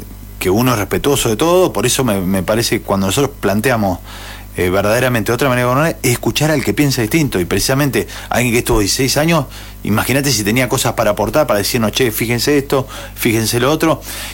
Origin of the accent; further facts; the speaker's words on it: Dolores, Buenos Aires Province, Argentina; hay momentos donde tenemos que ser dolorenses.